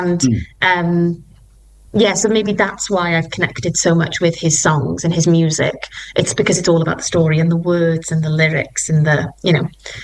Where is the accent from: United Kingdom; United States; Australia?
United Kingdom; Wales; first language Welsh; English is a second language; it all began being Welsh, and Welsh being my first language.